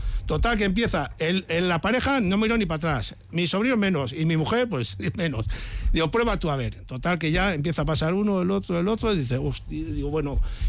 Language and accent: Spanish; San Sebastián, Basque Country, Spain; A ver, yo soy de Donostiarra, bueno, de aquí de Alza, tal. Donostiarra, la Real lo he mamado, yo jugaba fútbol hasta los 18